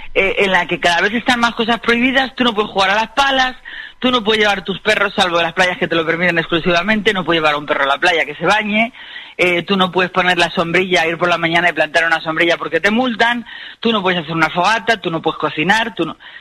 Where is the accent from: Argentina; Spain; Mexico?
Spain; nos engañan como españoles